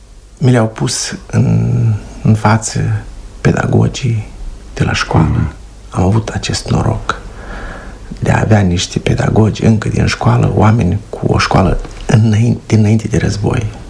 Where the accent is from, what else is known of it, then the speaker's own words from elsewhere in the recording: Moldova; copil fiind, mă așezeam undeva în vie, în grădină sau într-un pom și priveam depărtarea, depărtările în amurg. În față aveam limanul râului Botna